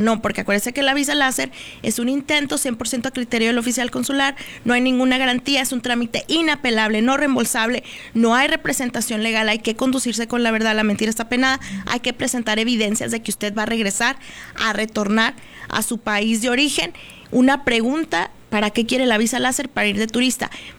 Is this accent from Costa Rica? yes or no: no; Mexico; aunque somos vecinos, pobres tercermundistas